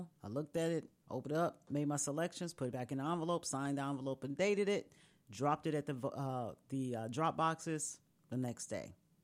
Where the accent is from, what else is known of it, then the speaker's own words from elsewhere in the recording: East St. Louis, Illinois, United States; I'm from East St. Louis, my family down there.